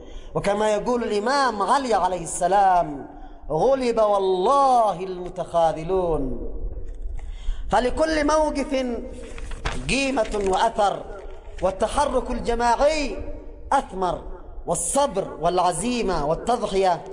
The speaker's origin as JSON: {"language": "Arabic", "country": "Yemen", "said": "نتحدث عن واقعنا في بلدنا اليمن الحبيب."}